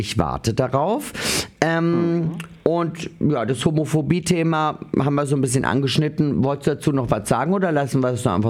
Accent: Austria; ich komme ja aus Österreich

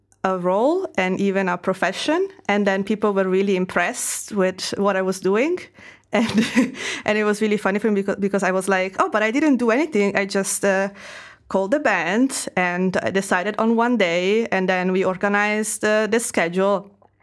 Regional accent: Verona, Veneto, Italy; English is a second language; moved away as an adult; it's a garden that with a little house that it's on the hills around Verona, that it's my hometown.

